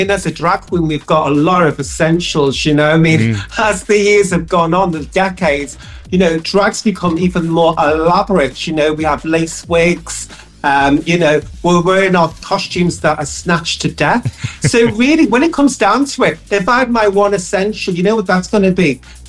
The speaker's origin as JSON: {"language": "English", "town": "Birkenhead", "region": "North West England", "country": "United Kingdom", "moved": "as an adult", "lives_now": "Sydney, Australia", "said": "me and him, we're from the same place on the world, Birkenhead."}